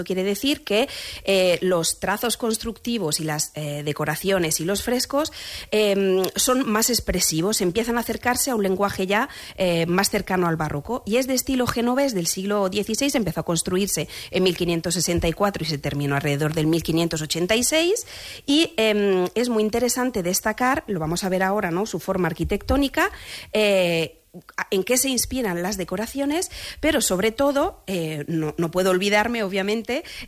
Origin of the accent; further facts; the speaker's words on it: Castilla-La Mancha, Spain; moved away as an adult; also born or lived in Ciudad Real; now in Italy; yo, siendo manchega, habiendo estudiado en Ciudad Real, en la Facultad de Ciudad Real